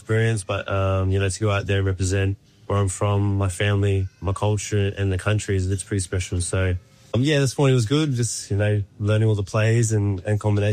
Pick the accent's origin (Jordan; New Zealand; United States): New Zealand; I grew up obviously in New Zealand, and obviously when you're in New Zealand, back in the day it was more the All Blacks